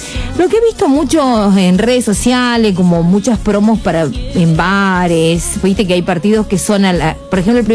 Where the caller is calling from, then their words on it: Las Rosas, Santa Fe, Argentina; de las Rosas, Santa Fe, la radio está muy buena